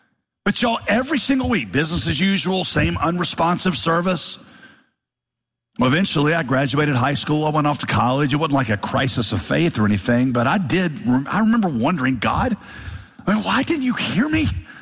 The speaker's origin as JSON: {"language": "English", "town": "Winston-Salem", "region": "North Carolina", "country": "United States", "tie": "born or raised there", "said": "Now, some of you might know, I grew up in Winston-Salem. That was my home city. The time I was two, went to college, Winston-Salem."}